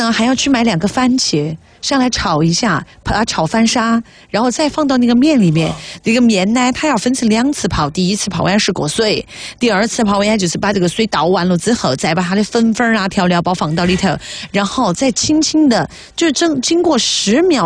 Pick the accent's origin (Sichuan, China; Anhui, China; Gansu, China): Sichuan, China